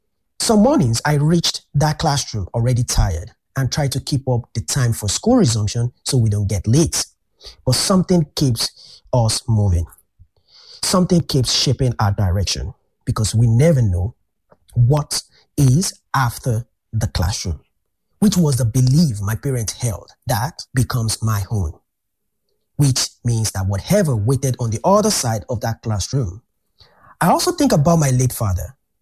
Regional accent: Ibadan, Oyo, Nigeria; I grew up in Oremeji Agugu in Ibadan.

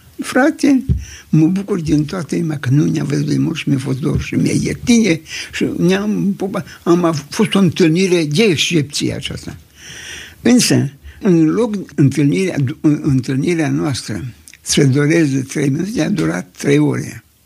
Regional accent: Romania; Eu sunt român și român rămân.

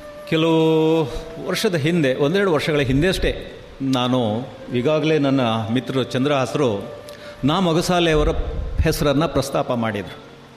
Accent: Karnataka, India; ತುಳು ಭಾಷೆ ಏನು, ಅದರ ಸೊಗಸನ್ನು ಅರ್ಥ ಮಾಡಿಕೊಳ್ಳುವಲ್ಲಿ ಖಂಡಿತವಾಗಿಯೂ ನಾವು ತುಳುವರು ಸೋತಿದ್ದೇವೆ.

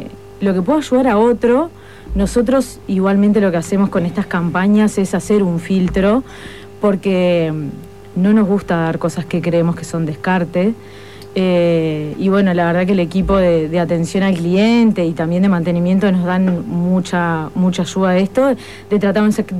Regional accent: Maldonado, Uruguay; moved away as an adult; also born or lived in Montevideo; Particularmente yo soy de Maldonado, si bien hasta ahora estaba en Montevideo y me vine para este proyecto

